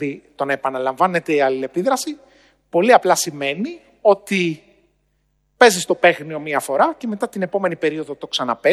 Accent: Agrinio, West Greece, Greece; Στο χωριό μου λοιπόν, στο Αγρίνιο, εκεί που μεγάλωσα, στον Αβαρίκο του Λακαρνανίας, ένα μικρό χωριό που είναι κοντά στο Θέρμο

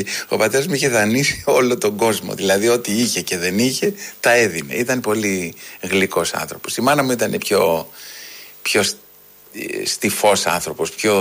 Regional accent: Athens, Attica, Greece; Μεγάλωσα στο Νέο Κόσμο. Η οικογένειά μας ήταν πάρα πολύ φτωχιά.

